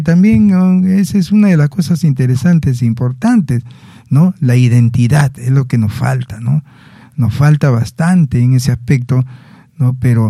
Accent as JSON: {"language": "Spanish", "country": "Peru", "said": "O somos peruanos o somos extranjeros, ¿no?"}